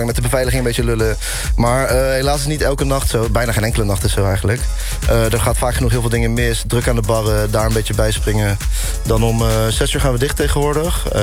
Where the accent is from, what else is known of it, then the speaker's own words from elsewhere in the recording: The Hague, South Holland, Netherlands; Maar ik kom gewoon uit Den Haag.